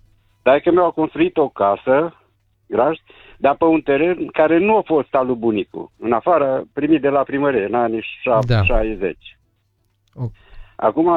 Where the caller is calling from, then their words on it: Dej, Cluj County, Romania; sunt din Dej.